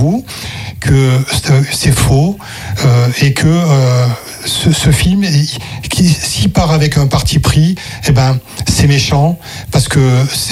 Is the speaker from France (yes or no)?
yes; Cannes, Provence-Alpes-Côte d'Azur, France; j'adore voir des films, et depuis très longtemps, j'ai grandi à Cannes, je suis accrédité au festival, c'est 400 films par an.